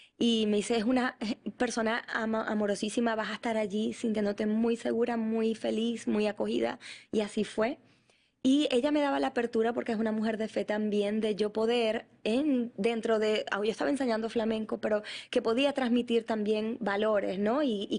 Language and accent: Spanish; Maracaibo, Zulia, Venezuela; moved away as an adult; yo soy venezolana, no sé si lo había dicho. Pero cuando me fui de Maracaibo, tenía ya la escuela más de 25 años de fundada.